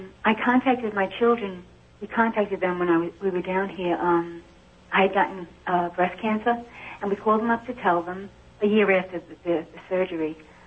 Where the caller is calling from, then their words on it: Florida, United States; Okay, my husband and I live in Florida. Our two children live in New York.